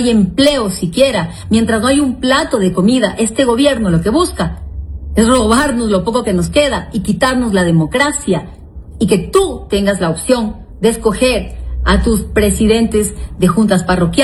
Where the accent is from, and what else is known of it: Ecuador